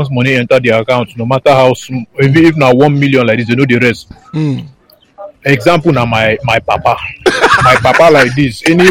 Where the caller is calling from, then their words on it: Ikotun, Lagos, Nigeria; from Ikotun.